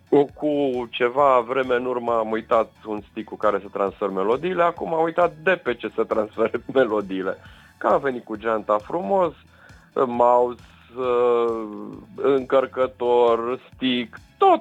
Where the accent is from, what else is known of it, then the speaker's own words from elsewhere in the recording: Romania; noi suntem români